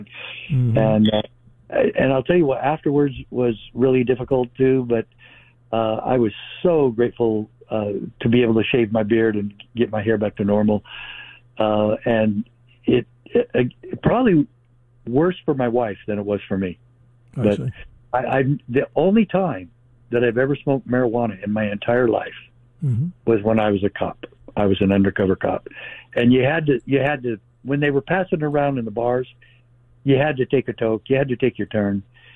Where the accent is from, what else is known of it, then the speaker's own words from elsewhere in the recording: Arizona, United States; also born or lived in Utah, United States; And I'm not from Utah. I'm from Arizona, but I stayed in Utah for a while